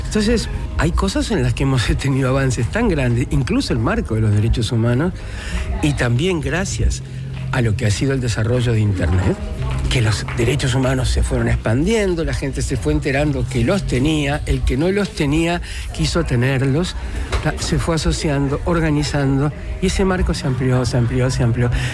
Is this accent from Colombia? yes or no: no; Uruguay